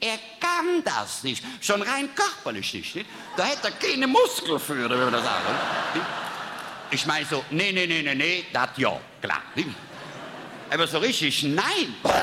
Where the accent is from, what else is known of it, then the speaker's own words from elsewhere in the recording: Rhineland, Germany; das ist so als Rheinländer